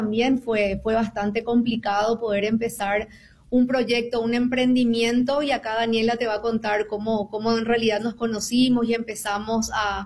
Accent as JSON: {"language": "Spanish", "country": "Paraguay", "moved": "as an adult", "said": "Puedo empezar yo. … soy de Paraguay y fui migrante por elección a los 25 años"}